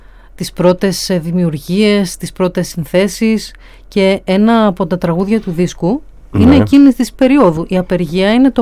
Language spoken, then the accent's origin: Greek; Aspros, Central Macedonia, Greece; Ναι, ναι, ναι, είμαι, ναι, από τον Άσπρο Κιλκίες.